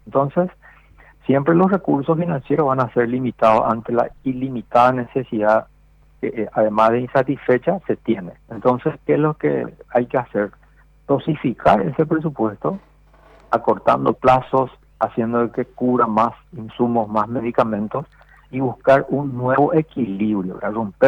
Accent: Paraguay; me anoto como paraguayo, como profesional

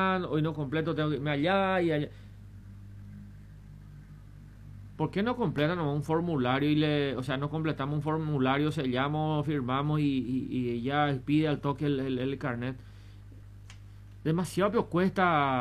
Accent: Presidente Franco, Alto Paraná, Paraguay; aquí los anfitriones que somos nosotros los de Franco.

